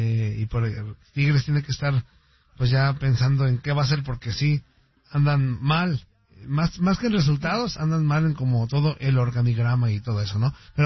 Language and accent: Spanish; Mexico; Yo que soy mexicano